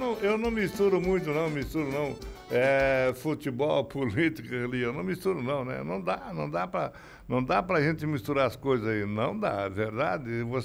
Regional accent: Brazil; Porque a gente é brasileiro

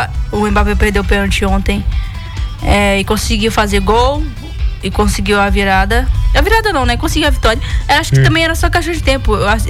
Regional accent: Brazil

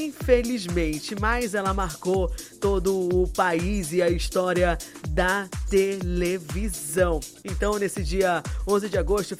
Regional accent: Porto Trombetas, Pará, Brazil; bem especial pra minha cidade, Porto Trombetas. É, meu filho, sou bauxitinha, não nego não. Sou lá de Porto Trombetas

